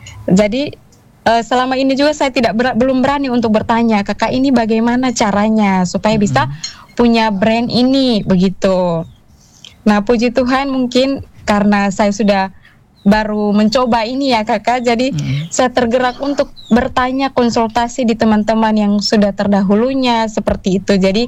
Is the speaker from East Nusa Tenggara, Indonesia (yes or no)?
yes; East Nusa Tenggara, Indonesia; asal saya dari Adonara, tepatnya di Kecamatan Ile Boleng, Adonara Timur